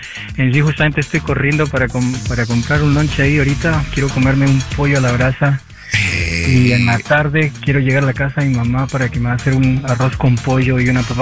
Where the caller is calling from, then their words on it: Lima, Peru; Yo soy de Barranco, de Lima.